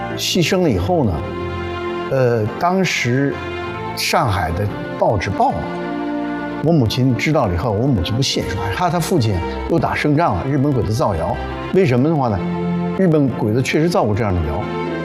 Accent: Shandong, China; 我的姥姥，我们山东人她叫老娘。

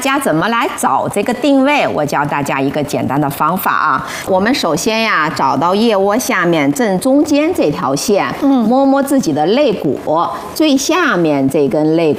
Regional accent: China; 我们中国人

